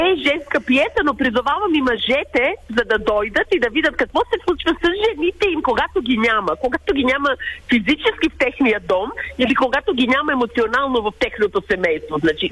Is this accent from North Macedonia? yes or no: yes; Bitola, North Macedonia; Двете сме от Македония, от Битоля